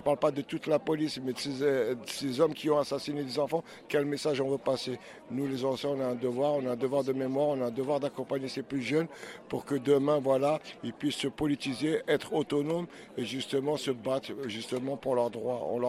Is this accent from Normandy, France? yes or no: no; Dammarie-les-Lys, Île-de-France, France; j'ai grandi à Damary-les-Lys, là où Abdelkader Bouzien a été tué par la police en 1997.